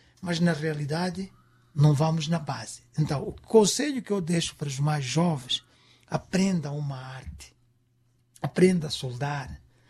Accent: Mozambique; Na minha terra, eu vou falar Macua, porque não podia estar nesta entrevista sem dar um princípio de Macua.

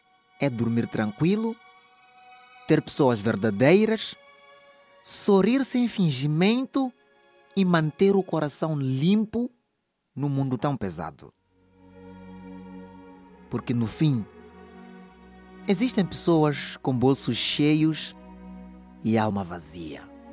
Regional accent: France; also born or lived in Dubai / Abu Dhabi / Portugal; now in Mozambique; eu nasci em Dubai. A minha infância resume-se na França, fiz ensino primário em Abu Dhabi, o ensino secundário foi em Portugal e recentemente cheguei a Moçambique.

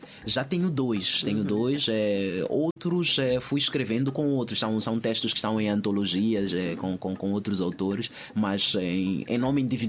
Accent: Mozambique; born or raised there; now in Portugal

